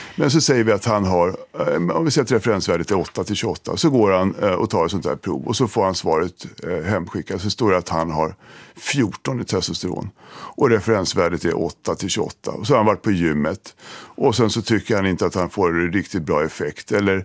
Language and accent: Swedish; Sweden; Som svensk läkare så tycker jag att det är vedervärdigt.